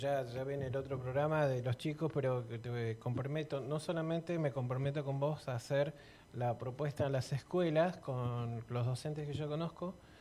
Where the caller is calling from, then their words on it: Cipolletti, Río Negro, Argentina; yo soy de Santa Clara